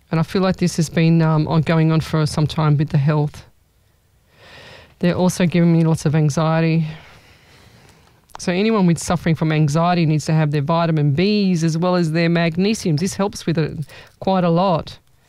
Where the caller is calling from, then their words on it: Sydney, New South Wales, Australia; Hey, how are you, beautiful? I'm from Sydney.